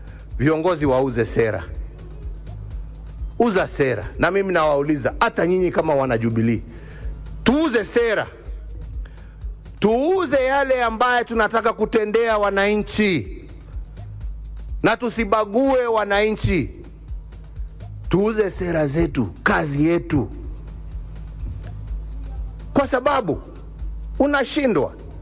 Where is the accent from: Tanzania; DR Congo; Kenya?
Kenya; Kama kweli sisi ni wa Kenya na tunapenda nchi yetu